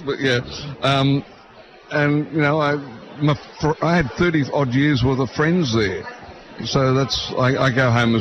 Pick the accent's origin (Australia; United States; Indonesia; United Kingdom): Australia; also born or lived in New Zealand; No, I'm Australian.